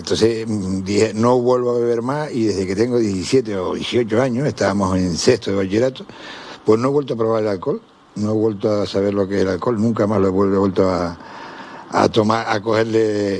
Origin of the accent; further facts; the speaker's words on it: San Cristóbal de La Laguna, Canary Islands, Spain; born there; Yo nací en La Laguna, en la calle de Herradores.